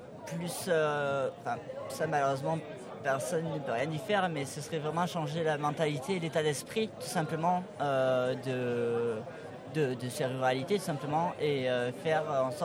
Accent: Occitanie, France; now in Aveyron, France; Alors moi, à l'origine, je suis pas du tout de l'Aveyron, je suis de Lozère

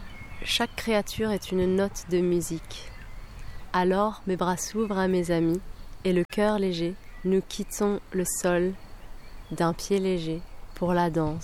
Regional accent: France; born there; moi je suis née en France, donc j'écris principalement en français. Et après, mon père, il est algérien, donc j'aime bien apporter une touche d'arabe

